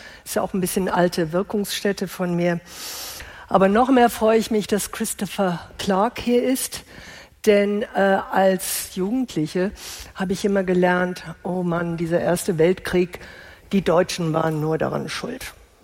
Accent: England, United Kingdom; moved away; Ich bin in England groß geworden

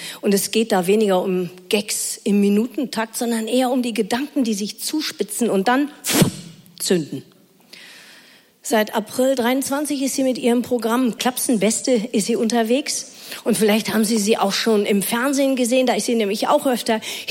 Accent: Bavaria, Germany; Nessie hat ja schon gesagt, ich komme aus Bayern, also aus dem schwäbischen Teil Bayerns.

